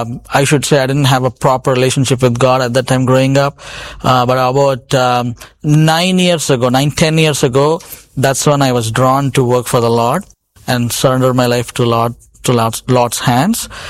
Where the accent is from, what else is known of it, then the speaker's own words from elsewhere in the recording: Chennai, Tamil Nadu, India; Chennai, the city I was born and raised in India.